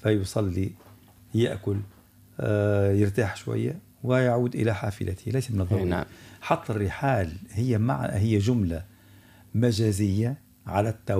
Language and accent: Arabic; Tunisia; عندنا في تونس